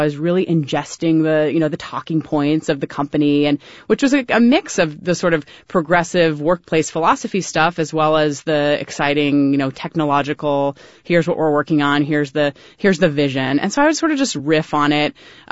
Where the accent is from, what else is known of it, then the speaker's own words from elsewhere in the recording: Oakland, California, United States; As a Bay Area native, this is huge. I love KQED.